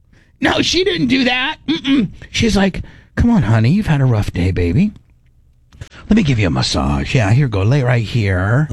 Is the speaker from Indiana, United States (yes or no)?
yes; Indiana, United States; I was raised in Indiana with a Florida kicker.